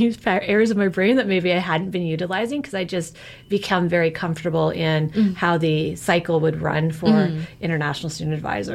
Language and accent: English; Kingston, Ontario, Canada; also born or lived in London, Ontario; So I grew up around Kingston, grew up north of the city, and then I spent about my undergraduate life and then about 11 years in London, Ontario.